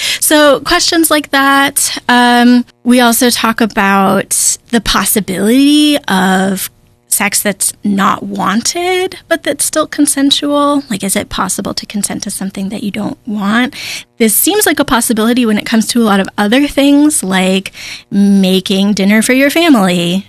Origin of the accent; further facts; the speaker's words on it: Florida, United States; moved away as an adult; also born or lived in North Carolina; now in Crestline, United States; living on the East Coast my whole life. I'm still growing up in Florida, which is completely flat.